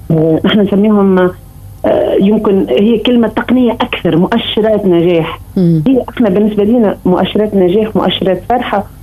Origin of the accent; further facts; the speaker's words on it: Tunisia; اليوم أنا كتونسي